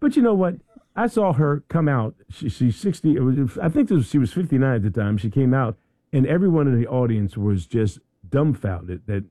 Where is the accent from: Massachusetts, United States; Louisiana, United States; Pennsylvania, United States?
Pennsylvania, United States; Philadelphia; And I'm from Philly.